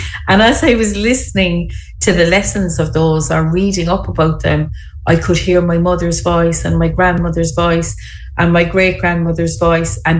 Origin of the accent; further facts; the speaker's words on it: Cork, Munster, Ireland; from Cork City and I'm based in the studio this week